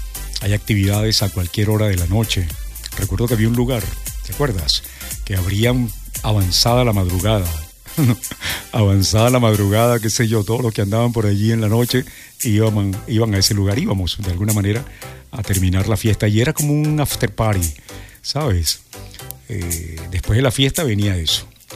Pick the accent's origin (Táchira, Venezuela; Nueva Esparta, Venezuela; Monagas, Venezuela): Monagas, Venezuela; Maturín; moved away as an adult; la vida me trajo nuevamente acá a mi ciudad natal.